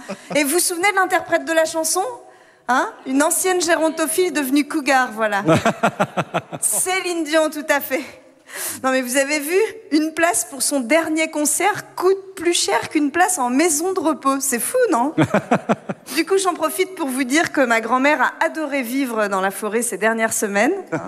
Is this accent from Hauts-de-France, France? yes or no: yes; Hauts-de-France, France; je viens du Pas-de-Calais